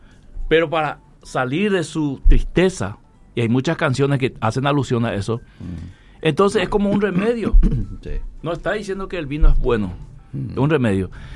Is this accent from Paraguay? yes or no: yes; Paraguay; Y estamos dispuestos a pelear con Argentina y Uruguay por de quién es el mate, ¿verdad?